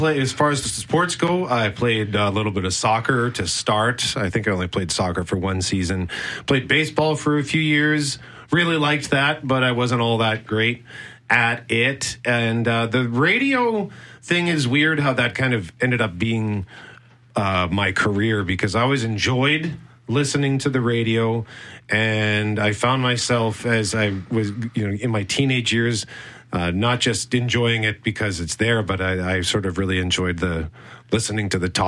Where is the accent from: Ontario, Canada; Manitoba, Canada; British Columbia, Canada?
Manitoba, Canada; Winnipeg; Yep, born and raised in Winnipeg. Grew up in Transcona. Lived there for the first 28 years of my life.